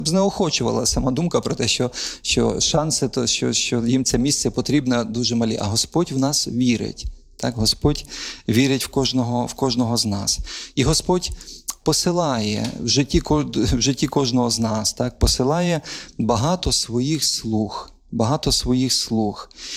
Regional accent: Vinnytsia Oblast, Ukraine; я з Вінниччини, а там нас багато дуже євреїв жило на той час, я з ними ріс

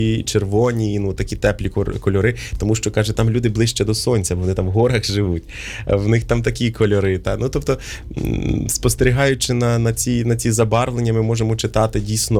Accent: Podillia, Ukraine; я з Поділля.

